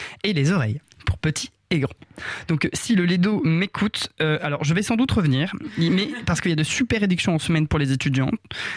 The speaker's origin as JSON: {"language": "French", "region": "Nouvelle-Aquitaine", "country": "France", "said": "je viens de Charente-Maritime, donc en province"}